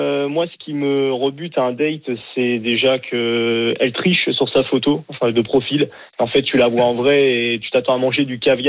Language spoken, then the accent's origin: French; Deauville, Normandy, France; now in Caen, France; Donc, je suis né à Deauville.